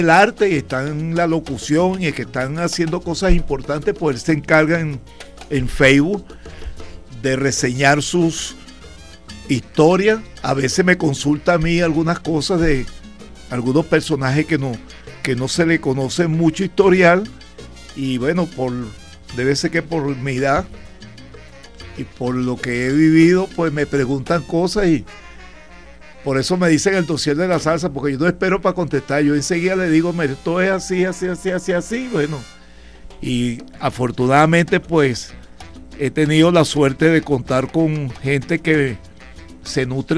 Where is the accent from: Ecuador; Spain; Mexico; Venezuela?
Venezuela; La Martina, Miranda; born or raised there